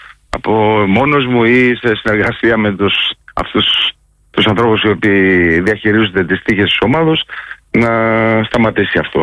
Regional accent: Greece; Καταλαβαίνετε, σαν Έλληνας κι εσείς.

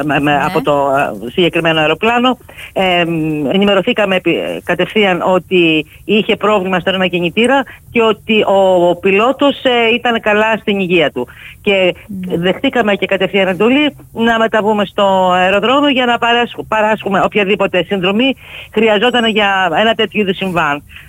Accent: Greece; Πραγματικά νιώθω περήφανη πρώτα στην Ελληνίδα όταν η πατρίδα μου έχει αυτούς τους εκπαιδευμένους ανθρώπους για να μας προστατεύουν πάνω στον ουρανό.

